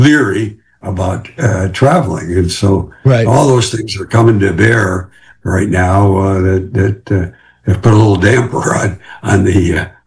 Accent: Detroit, Michigan, United States; I grew up in the Midwest in the excuse me in the 50s and early 60s

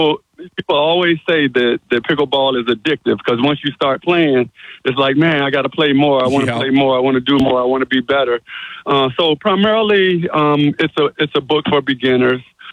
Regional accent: Richmond, Virginia, United States; here in my hometown of Richmond, Virginia. I just live right outside of Richmond and Chesterfield

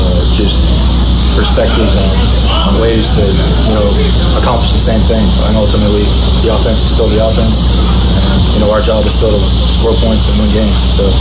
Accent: Indiana, United States; I'm from Indiana, so.

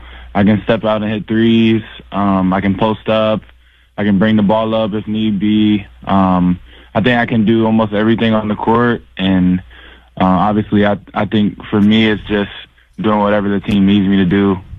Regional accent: Midwest, United States; moved away; I'm from the Midwest

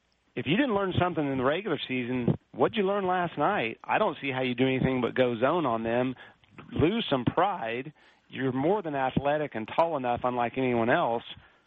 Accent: Oklahoma, United States; I'm from Oklahoma originally.

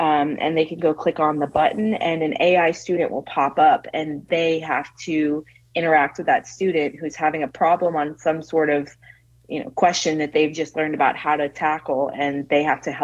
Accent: Florida, United States; I grew up in Seminole County, so it was always my goal to end up teaching there as well.

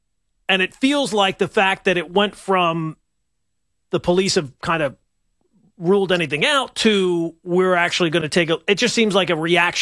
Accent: Long Island, New York, United States; moved away; I grew up on Long Island. I still have many family members there.

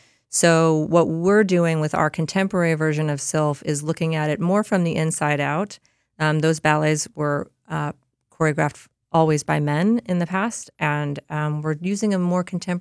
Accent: Lake Geneva, Wisconsin, United States; now in Milwaukee, United States; I grew up in Lake Geneva.

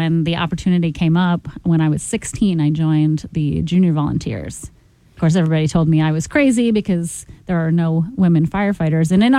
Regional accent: Harrison, New York, United States; also born or lived in Connecticut / Maine; now in Nashville, United States; Originally, I'm from Harrison, New York, which is Westchester County.

